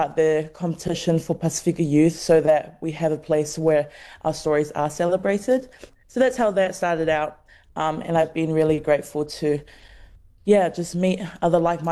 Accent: Taiwan; While growing up in Taiwan overseas, my connection back home was just like watching film.

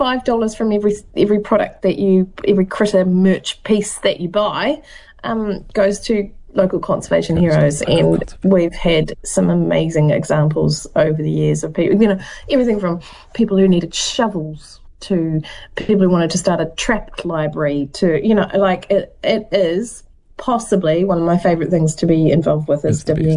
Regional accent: Southland, New Zealand; And you're right, I am from Southland, and I've lost my accent over the years, but when I go back to Southland, it comes back.

